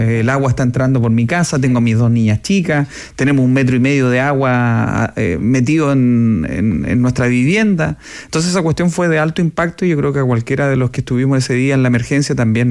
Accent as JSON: {"language": "Spanish", "region": "Coquimbo", "country": "Chile", "tie": "born there", "said": "Yo me acuerdo que cuando era chico iba al campo en Coquimbo"}